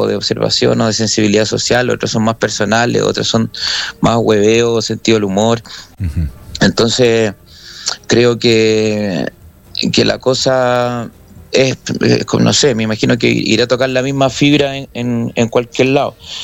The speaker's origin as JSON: {"language": "Spanish", "country": "Chile"}